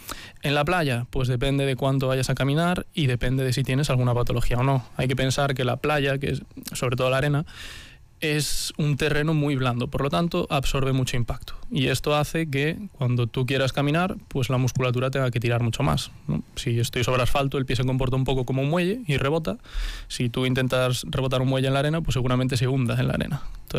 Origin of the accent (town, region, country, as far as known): Galicia, Spain